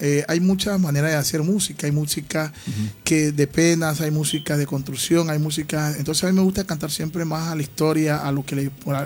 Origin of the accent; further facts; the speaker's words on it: Santo Domingo, Esmeraldas, Ecuador; moved away; porque yo soy de Colón de Onsole, en un pueblo, ajá, que se llama Santo Domingo.